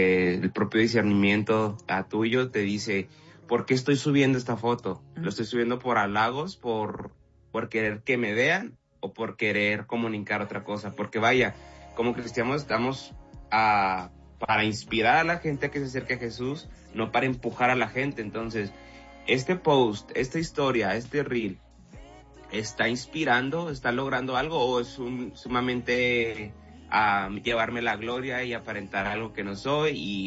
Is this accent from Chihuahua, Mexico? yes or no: yes; Ciudad Juárez, Chihuahua, Mexico; now in El Paso, United States; Yo soy de Ciudad Juárez, y Ciudad Juárez está en frontera con El Paso, Texas.